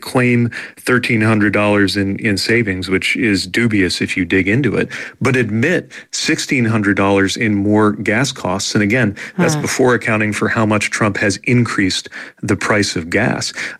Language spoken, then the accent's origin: English; South Bend, Indiana, United States; Look, I grew up in South Bend, Indiana, in the shadow of the Studebaker Car Company factories that went silent in the 60s